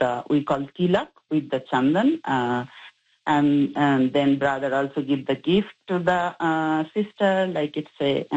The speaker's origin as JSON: {"language": "English", "country": "India", "tie": "born or raised there", "moved": "as an adult", "lives_now": "Winnipeg, Canada", "said": "Yeah, I grown up in India."}